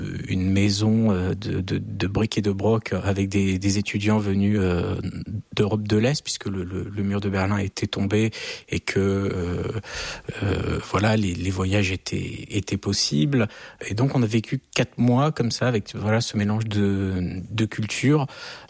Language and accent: French; France